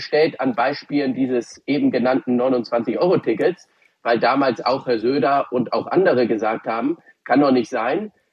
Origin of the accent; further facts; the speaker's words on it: Hamburg, Germany; also ich komme ja nicht aus Bayern, sondern bin Hamburger Jung